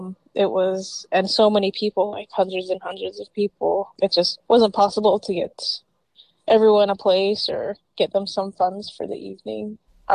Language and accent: English; Penticton, British Columbia, Canada